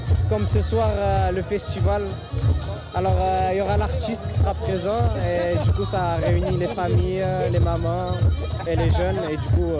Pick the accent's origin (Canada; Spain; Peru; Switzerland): Spain; French is a second language; now in France; Ouais, ben moi je suis espagnol à la base, du coup je suis venu en France en 2015 et ils m'ont aidé aussi à apprendre la langue